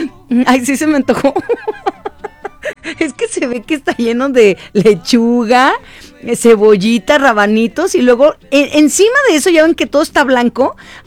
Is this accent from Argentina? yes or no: no; Mexico; somos mexicanos.